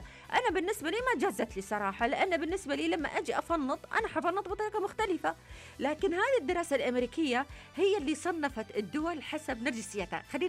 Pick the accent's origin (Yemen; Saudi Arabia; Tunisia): Saudi Arabia; Jazan Province; نصيحة مني